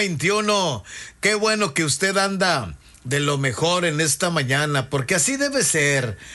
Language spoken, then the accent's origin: Spanish; Mexico; así somos los mexicanos